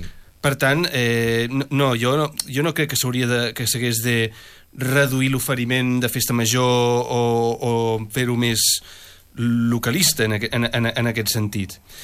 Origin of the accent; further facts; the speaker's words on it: Rubí, Catalonia, Spain; però jo he viscut aquí tota la meva vida i això no és cert